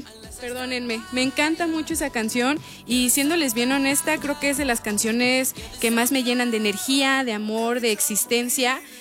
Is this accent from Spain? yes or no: no; Pátzcuaro, Michoacán, Mexico; yo soy de rancho, soy de Pátzcuaro